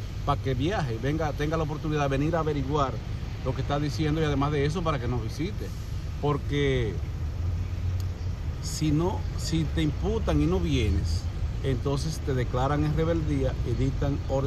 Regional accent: Puerto Plata, Dominican Republic; also born or lived in Santiago, Dominican Republic; Pues yo soy de aquí prácticamente. Yo nací en Puerto Plata y Puerto Plata era parte del Departamento Judicial de Santiago. Y me eduqué aquí

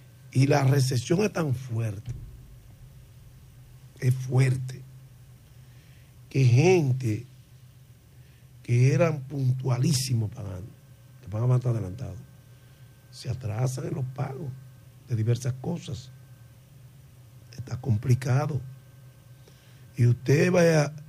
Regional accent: Dominican Republic; nosotros como dominicanos queremos ver un poco de sacrificio del gobierno.

